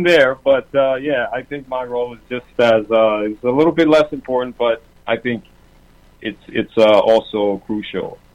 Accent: New York City, New York, United States; we grew up in Harlem

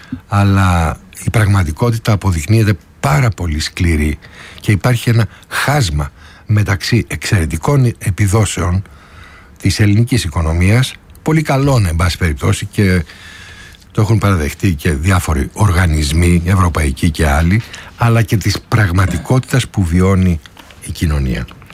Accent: Western Greece, Greece; επειδή η καταγωγή σας είναι από κάτω, από την πατρίδα μου δηλαδή

